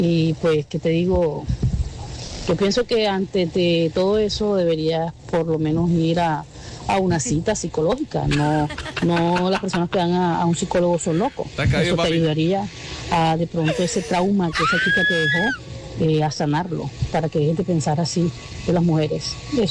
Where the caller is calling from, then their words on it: Canada; Buenas noches, tropicana. … de Canadá.